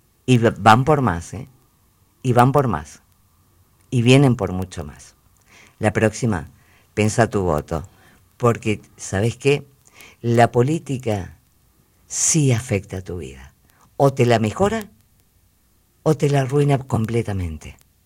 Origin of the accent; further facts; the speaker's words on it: Argentina; Los que molestamos somos los argentinos.